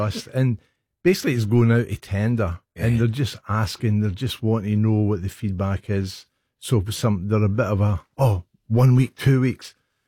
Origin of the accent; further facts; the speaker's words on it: New South Wales, Australia; we come from New South Wales.